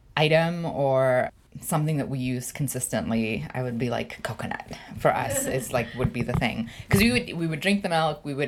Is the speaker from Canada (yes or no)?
yes; Canada; when we were young kids, when we were growing up in Canada.